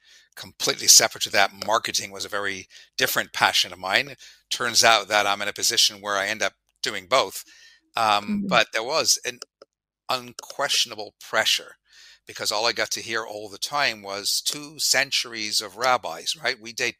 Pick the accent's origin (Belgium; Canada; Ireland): Canada; Toronto, Ontario; moved away; I grew up obviously in Toronto